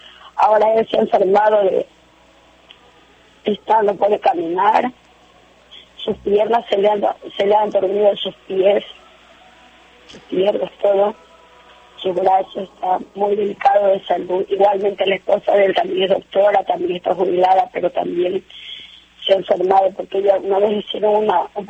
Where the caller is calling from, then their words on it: Portoviejo, Manabí, Ecuador; De Puerto Viejo, provincia de Manaví.